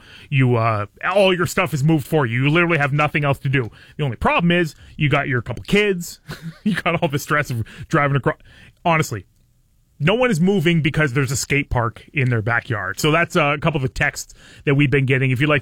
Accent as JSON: {"language": "English", "town": "Belle River", "region": "Ontario", "country": "Canada", "tie": "born or raised there", "also_born_or_lived": "Puce", "said": "I grew up in Puce, I grew up in Bell River."}